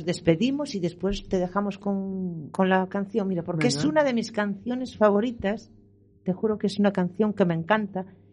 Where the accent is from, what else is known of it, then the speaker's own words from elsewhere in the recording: Spain; A un alemán, a un belga, ah, soy española. ¡Ah, y olé!